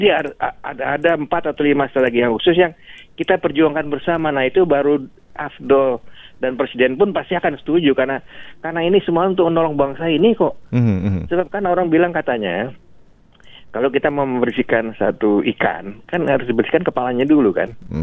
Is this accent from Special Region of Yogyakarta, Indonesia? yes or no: yes; Yogyakarta, Special Region of Yogyakarta, Indonesia; born there; saya lahir di Yogyakarta.